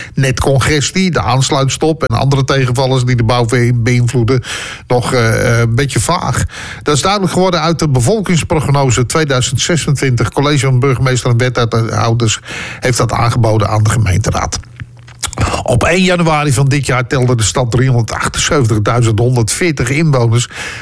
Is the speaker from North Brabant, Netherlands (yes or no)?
no; Utrecht, Netherlands; Ik ben een geboren Utrechter. Ik ben geboren in het Ooievaartje en ik woon mijn hele leven al in Utrecht.